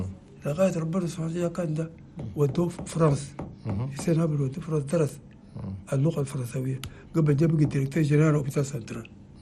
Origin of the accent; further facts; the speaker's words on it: Chad; اللغة العربية لغتنا الأم، ما في تشادي ما يسمك اللغة العربية